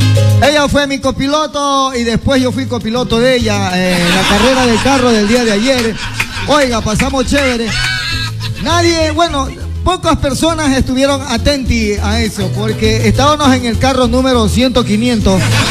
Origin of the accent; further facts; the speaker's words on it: La Troncal, Cañar, Ecuador; hermosa ciudad de La Troncal y todos los troncaleños por el mundo. Gracias, señor, aquí estamos. Mi pueblo querido, mi patria, desde siempre y hasta siempre.